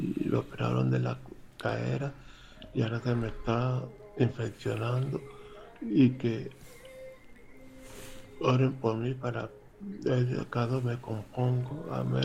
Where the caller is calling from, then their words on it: Desamparados, San José, Costa Rica; Vivo en Desamparados